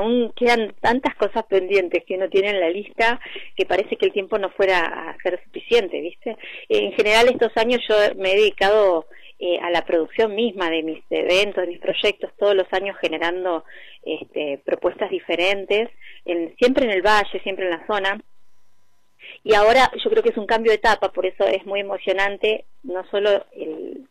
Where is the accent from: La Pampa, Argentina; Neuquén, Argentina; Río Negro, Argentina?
Neuquén, Argentina; en mi ciudad natal, en Neuquén Capital.